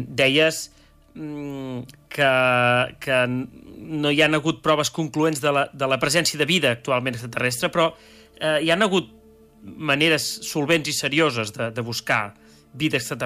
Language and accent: Catalan; Catalonia, Spain; som catalans, per definició, el que faríem és parlar-los en castellà i molt alt